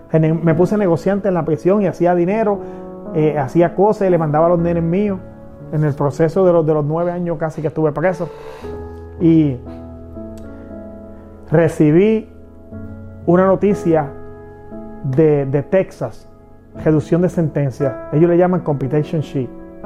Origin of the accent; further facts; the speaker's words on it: Cuba; empezaron a caer muchas lucecitas encima de mí como cubano